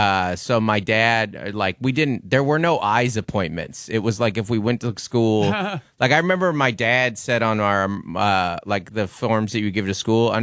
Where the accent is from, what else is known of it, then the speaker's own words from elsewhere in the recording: Seattle, Washington, United States; But growing up in Seattle, I was like 20 years old and married